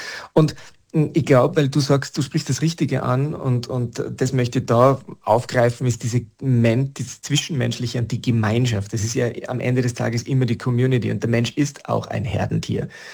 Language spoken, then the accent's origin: German; Salzburg, Austria; Meine Zeit, meine Kindheit und Jugend im Rauriser Tal war für mich wahnsinnig prägend für vieles, was ich heute denke, fühle, wie ich mich verhalte, wie meine Einstellungen, meine Prinzipien sind.